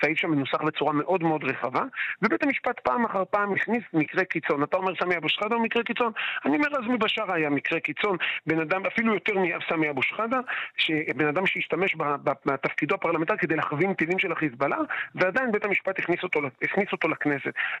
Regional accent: Bnei Brak, Tel Aviv District, Israel; born or raised there; moved away

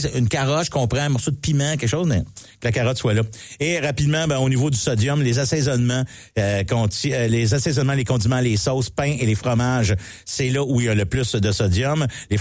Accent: Mont-Saint-Hilaire, Quebec, Canada; Je viens de Mont-Saint-Hilaire. J'ai grandi, j'ai été à Mont-Saint-Hilaire une bonne partie de ma vie.

